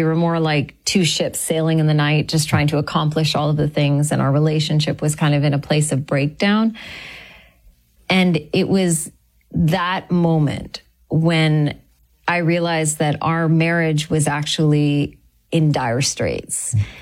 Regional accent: Sri Lanka; also born or lived in Calgary, Canada / Texas, United States; So I was born in Canada. Okay. I was born in Calgary, and then my family shifted to the States. So I grew up in Texas for a while, and then my parents sadly got divorced. And so my mom moved my brother and I to Sri Lanka and lived in Sri Lanka for many years.

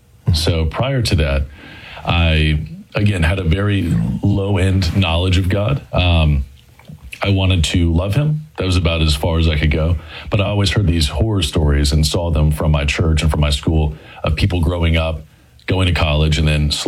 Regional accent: Douglasville, Georgia, United States; So I grew up in Metro Atlanta. I grew up in Douglasville, Georgia.

